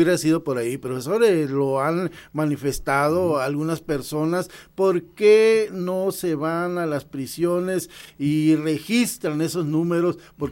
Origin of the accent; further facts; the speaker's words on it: Mexico; Así somos los mexicanos